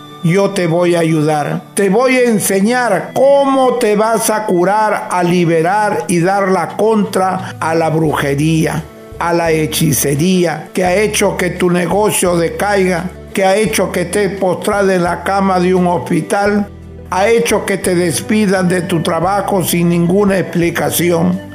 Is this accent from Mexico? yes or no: no; Huancabamba, Piura, Peru; en mi tierra, en Huancabamba